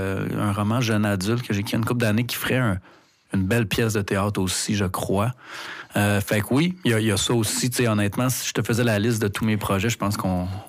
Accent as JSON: {"language": "French", "town": "L'Île-Perrot", "region": "Quebec", "country": "Canada", "tie": "born there", "also_born_or_lived": "Burundi", "said": "quand je suis revenu du Burundi, j'ai grandi à l'île Perrault, dans l'ouest de Montréal"}